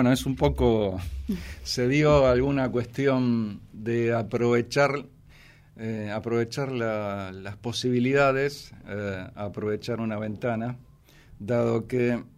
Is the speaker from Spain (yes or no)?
no; Argentina; los trabajos que hacemos los argentinos